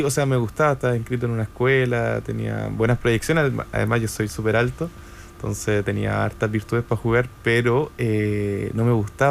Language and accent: Spanish; Chile; a veces es difícil viajar como siendo músico chileno